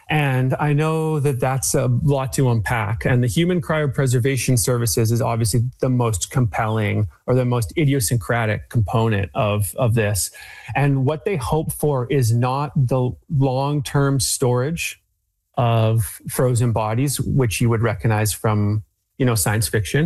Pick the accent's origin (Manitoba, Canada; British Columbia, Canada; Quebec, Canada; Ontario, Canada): British Columbia, Canada; Vancouver; my hometown of Vancouver, BC